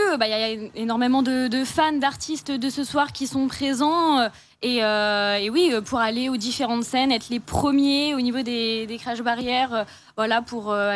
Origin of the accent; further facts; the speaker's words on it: Reims, Grand Est, France; d'où on vient chez nous à Reims.